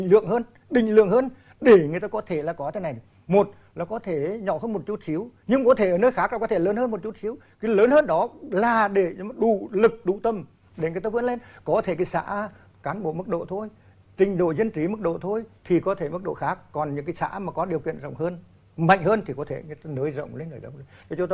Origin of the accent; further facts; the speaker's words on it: Quỳnh Đôi, Nghệ An, Vietnam; Ví dụ như ở quê của tôi, vì tôi Quỳnh Lôi